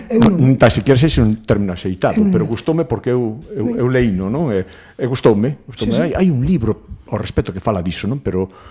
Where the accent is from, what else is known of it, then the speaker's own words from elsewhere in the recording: Esmelle, Galicia, Spain; also born or lived in Ferrol; nací en Ferrol, aínda que me criei en Esmelle, vivo en Esmelle tamén.